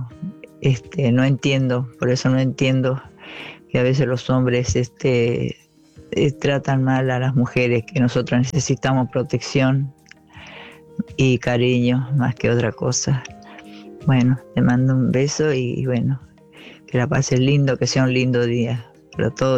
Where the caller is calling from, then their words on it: José C. Paz, Buenos Aires Province, Argentina; de José C. Paz.